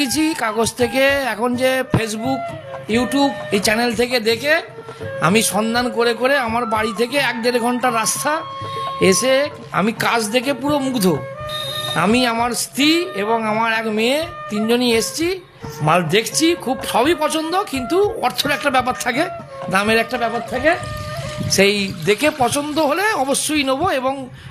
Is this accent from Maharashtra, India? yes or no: no; Howrah, West Bengal, India; এইটা নিয়ে গিয়ে আমি আমার গ্রামে বা আমার হাওড়া জেলায় বা আমার আত্মীয় যারা সব আছে তাদের মধ্যে আমি এটাকে দেখাবো